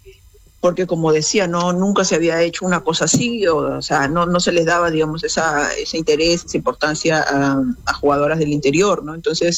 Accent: Lima, Peru; nosotros funcionamos acá en Lima, somos de Lima

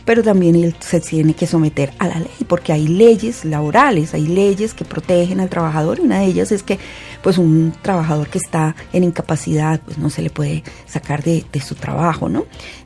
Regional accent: Colombia; como colombianos también debemos tener claridad

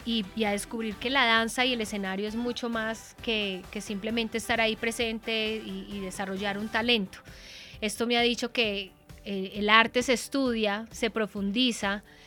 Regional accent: Medellín, Antioquia, Colombia; soy de Medellín y mi casa, chévere. Yo me crié frente a la casa

